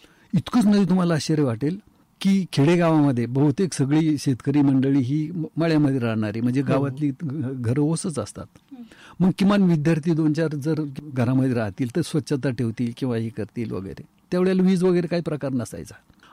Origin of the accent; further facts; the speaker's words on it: Nighoj, Maharashtra, India; also born or lived in Wadzire; निगोज हे आमचं मूळ गाव।